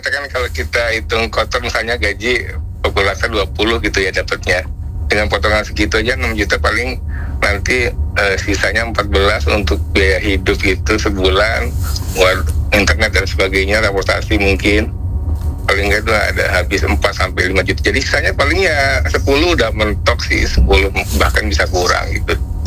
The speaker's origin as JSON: {"language": "Indonesian", "country": "Indonesia", "moved": "as an adult", "lives_now": "Japan", "said": "kalau kita kan orang Indo ya."}